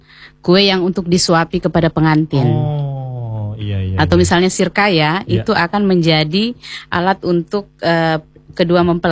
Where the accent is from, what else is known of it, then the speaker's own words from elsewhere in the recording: Latompe, Indonesia; born there; Jadi Latompe itu adalah desa kelahiran saya.